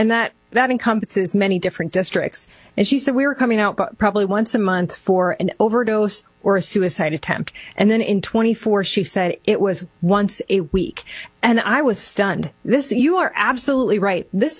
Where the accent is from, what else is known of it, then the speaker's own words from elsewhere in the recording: Michigan, United States; give us an update on how to feel about my home state of Michigan.